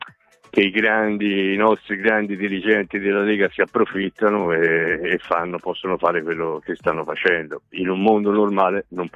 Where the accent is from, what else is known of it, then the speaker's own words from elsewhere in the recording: Piedmont, Italy; per dirlo da piemontese